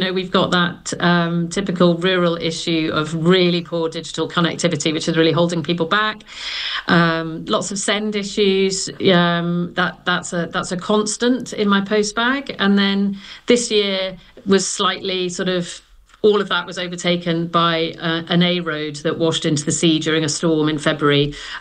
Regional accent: Wantage, South East England, United Kingdom; born there; I've moved around a lot since I was born in Wantage

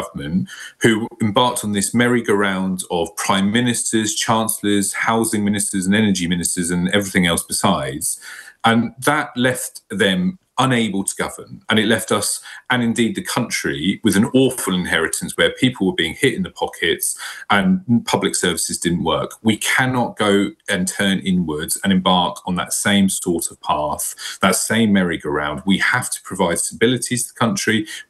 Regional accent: Ipswich, East of England, United Kingdom; my hometown of Ipswich

